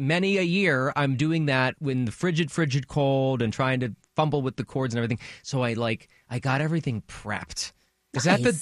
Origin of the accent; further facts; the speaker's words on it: Canada; as a Canadian